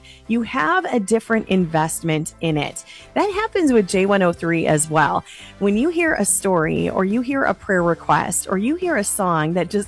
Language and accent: English; North, United States; because, like Tom, I'm also from the North and I talk pretty fast.